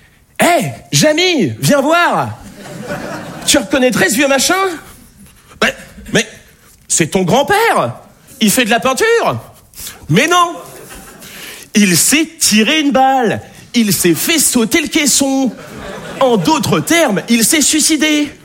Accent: Nouvelle-Aquitaine, France; Je viens d'un petit village de Charente, de 300 habitants, et je sais ce que vous vous dites sur la Charente.

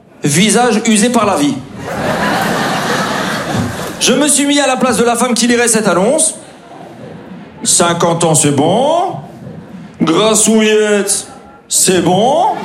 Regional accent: Grand Est, France; j'ai grandi en Alsace avec la forte présence de la communauté turque.

